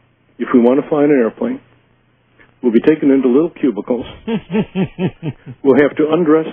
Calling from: Fallsville, Washington, United States; in Fallsville, Washington.

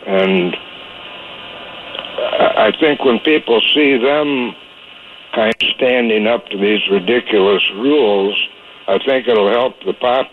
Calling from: Michigan, United States; here in Michigan

